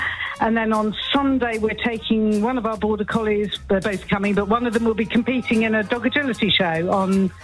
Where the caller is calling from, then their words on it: Beacon, South West England, United Kingdom; Beacon in Cornwall.